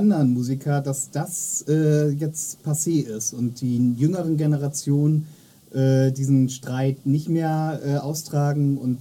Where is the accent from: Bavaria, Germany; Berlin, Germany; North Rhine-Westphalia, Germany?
North Rhine-Westphalia, Germany; Bochum; ich spiele Bass, bin aus Bochum, genau.